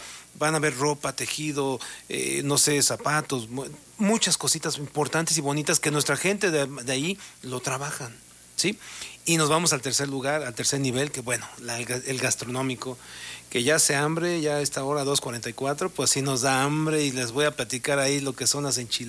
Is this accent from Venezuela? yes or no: no; Pátzcuaro, Michoacán, Mexico; yo me crié ahí con mi abuelito haciendo lanchas.